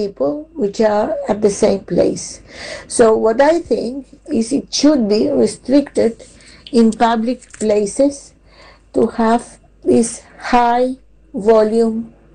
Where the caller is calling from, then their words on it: Tenerife, Canary Islands, Spain; speaking from Tenerife in the Canary Islands.